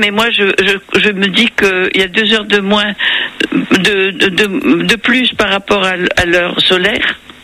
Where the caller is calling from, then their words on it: Lille, Hauts-de-France, France; Je suis près de Lille.